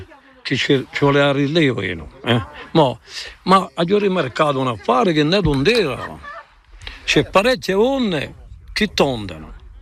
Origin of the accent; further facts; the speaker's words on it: Penta-di-Casinca, Corsica, France; La Panta di Casinca.